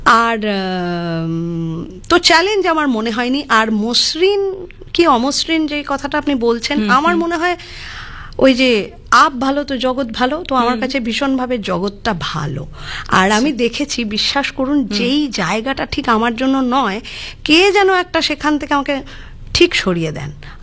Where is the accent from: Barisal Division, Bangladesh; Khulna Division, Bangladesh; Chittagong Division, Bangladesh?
Chittagong Division, Bangladesh; Chittagong; moved away; আমি এখন যেখানে থাকি, দেখুন আমি চট্টগ্রামের মানুষ, কিন্তু আমি এখন যেখানে থাকি সেই মানে কমিউনিটিটা পুরোটাই সিলেটিদের কমিউনিটি।